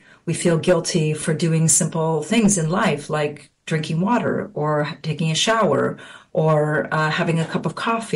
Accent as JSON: {"language": "English", "country": "Canada", "tie": "born or raised there", "moved": "as an adult", "lives_now": "Haifa, Israel", "said": "I was born in Canada and raised in Canada. I moved to Palestine many, many, many years ago. And I currently reside in Haifa. I'm a Palestinian who holds 48 citizenship."}